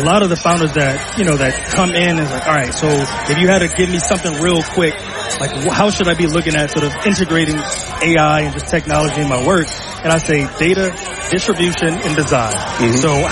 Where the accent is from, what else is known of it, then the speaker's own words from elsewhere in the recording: New Orleans, Louisiana, United States; I'm from New Orleans, Justin's from Lafayette, we're in Baton Rouge.